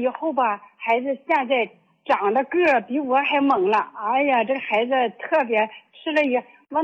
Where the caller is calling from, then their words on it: Dezhou, Shandong, China; 我是山东的，山东德州的。